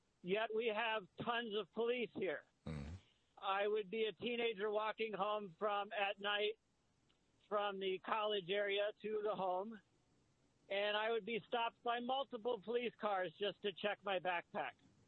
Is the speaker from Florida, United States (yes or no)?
yes; Miami, Florida, United States; moved away; also born or lived in Madison; I was born in Miami, Florida, grew up there in the 80s. There were police around a lot because there's a lot of crime, drugs, all that stuff. It was a melting pot.